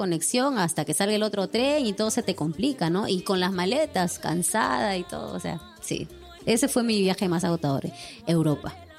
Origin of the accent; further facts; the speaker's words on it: Peru; Tú sabes, como peruana, no soy tan abierta de mente, entonces siempre solita, tranquila.